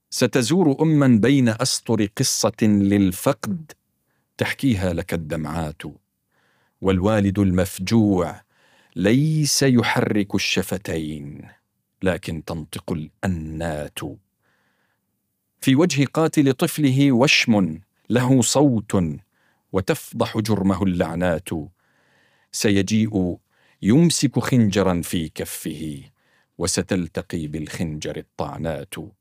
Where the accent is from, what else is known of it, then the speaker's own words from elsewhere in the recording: Syria; وهذا فضل نعجز كسوريين عن شكره وأداء فضله لله عز وجل.